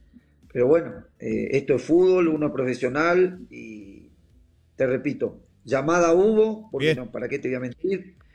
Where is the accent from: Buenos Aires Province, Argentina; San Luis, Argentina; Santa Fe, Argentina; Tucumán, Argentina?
Santa Fe, Argentina; Reconquista; also born or lived in Spain; now in Cusco, Peru; yo soy argentino, soy de Reconquista, pero hace 24 años que vivo en España. Uh-huh. Ahora hace 3 años, 4 que estoy acá en Perú por motivos laborales